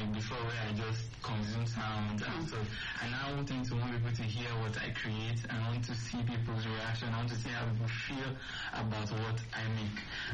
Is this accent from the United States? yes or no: no; Okene, Kogi, Nigeria; I'm from Kogi State, Okene in particular.